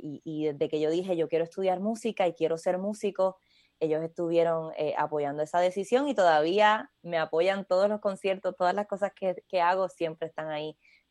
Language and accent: Spanish; Caguas, Puerto Rico; also born or lived in Vega Alta / Gurabo; nací en Caguas, pero cuando empecé a tocar el cuatro, yo vivía en Vega Alta